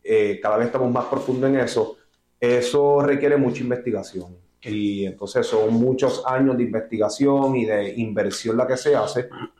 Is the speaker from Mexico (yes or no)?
no; Puerto Rico; Esto es como costumbre boricua.